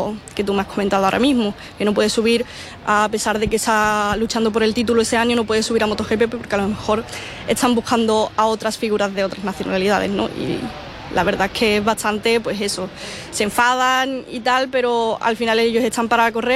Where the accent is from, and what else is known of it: Spain